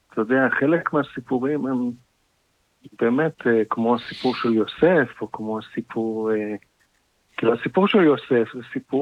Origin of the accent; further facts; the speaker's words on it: Ramat HaSharon, Tel Aviv District, Israel; חילונית, גדלתי ברמת השרון